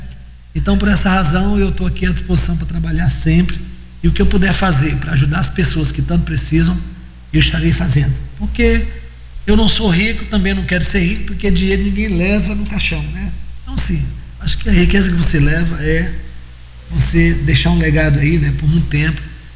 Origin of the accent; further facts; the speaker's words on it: Igarapé do Meio, Maranhão, Brazil; Eu não sou forasteiro, eu sou de Garapé do Meio, tenho um título de cidadão garapense, tenho um título de cidadão santonezense, tenho um título maranhense, cidadão maranhense. Assembleia me deu esse título. Eu sou 100% maranhense, eu só não nasci aqui.